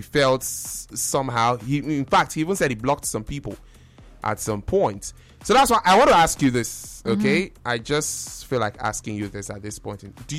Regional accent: Delta, Nigeria; I'm from Delta State, so I have a big heart.

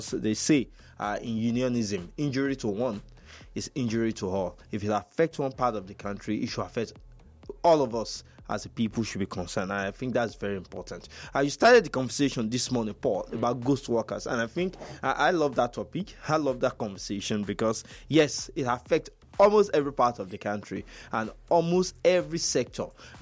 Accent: Yorubaland, Nigeria; I see myself first as a Yoruba man.

